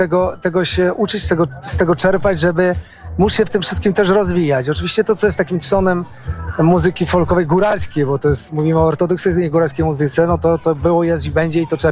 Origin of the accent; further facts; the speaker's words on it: southern Poland, Poland; accent: góral (highlander) / southern; po moim akcencie, nawet pomimo tego, że mówię językiem literackim polskim, od razu będą wiedzieli, skąd jestem. Że jestem jednak gość z południa, a nie z północy.